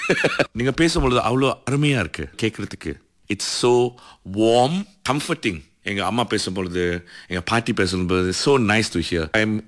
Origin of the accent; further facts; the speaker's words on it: Malaysia; Tamil is a second language; நம்ம மலேசியா